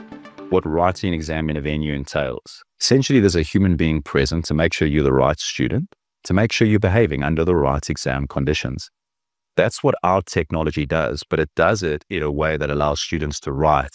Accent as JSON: {"language": "English", "country": "South Africa", "said": "We're proudly South African"}